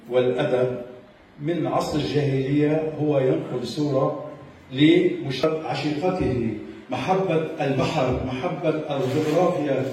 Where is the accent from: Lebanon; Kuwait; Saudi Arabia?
Lebanon; Mhammara, Akkar; في بلدتنا